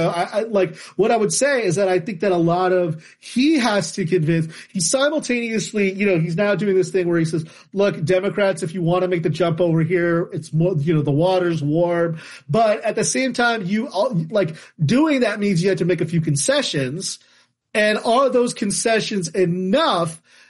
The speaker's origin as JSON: {"language": "English", "town": "Chicago", "region": "Illinois", "country": "United States", "tie": "born there", "said": "Look, I was born in Chicago. I know about the history of Chicago as well"}